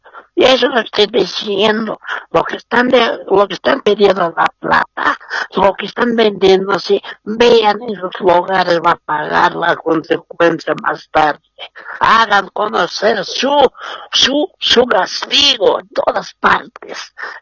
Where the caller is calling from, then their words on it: La Paz, Bolivia; Hablo de La Paz.